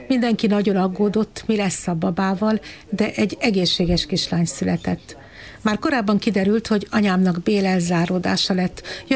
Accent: Mándok, Szabolcs-Szatmár-Bereg, Hungary; also born or lived in Nyíregyháza; Én 1948-ban Nyíregyházán születtem, de Mándokon laktunk.

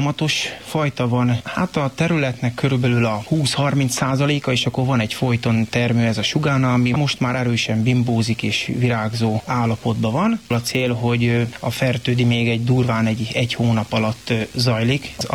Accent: Varsány, Nógrád, Hungary; én úgy nőttem föl, hogy 10-12 éves koromban hajnal 4-kor ébresztettek, hogy menni kell málnát szedni, és nem volt, aki vigyázzon ránk, és nekünk is kellett menni a málnába. Hát akkor még itt Varsány területén hatalmas málnások voltak

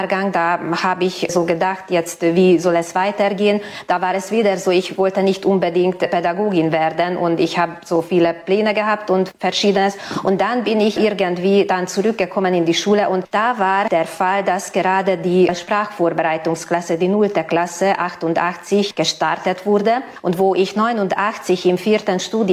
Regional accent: Hajós, Bács-Kiskun, Hungary; Ich bin in Hajosch aufgewachsen

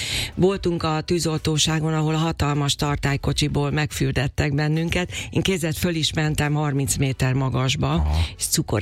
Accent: Makó, Csongrád-Csanád, Hungary; Pénteken egész nap a Kalandparkban voltunk, otthon Makón, a Marosparton, hát ugye nekem az idillikus mindenem

